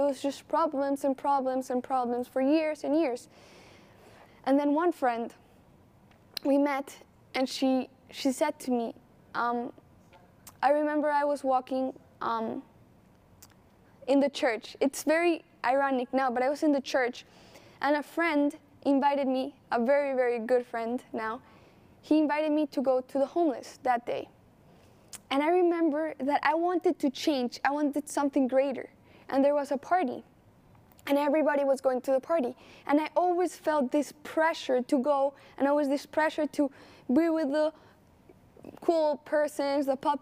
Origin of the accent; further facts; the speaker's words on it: Colombia; moved away; I was raised in Colombia, and in Colombia, you don't really hear, or at least in my school, where I was raised, in the environment I was raised, people wouldn't talk about God.